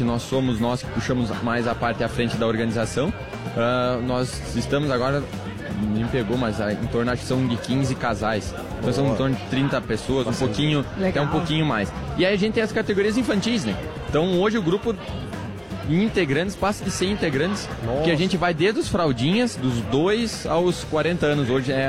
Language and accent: Portuguese; South Region, Brazil; tu é brasileiro, que tu tá na República Tcheca falando em alemão